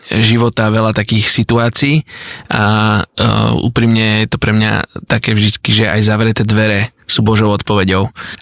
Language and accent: Slovak; Bratislava, Bratislava Region, Slovakia; born there; moved away; Narodil som sa v Bratislave